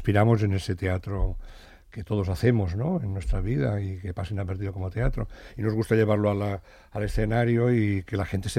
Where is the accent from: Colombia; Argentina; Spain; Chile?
Spain; Sitges, Catalonia; yo soy de Sitges, entonces en Sitges se hacía un festival de teatro muy importante